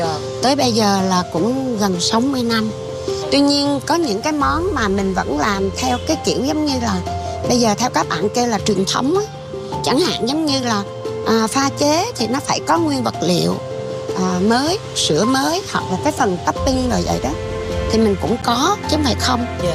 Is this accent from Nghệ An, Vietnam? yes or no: no; Huế, Thừa Thiên Huế, Vietnam; tại vì là người Huế mà, thành ra là phụ nữ là phải biết lọ mọ làm mứt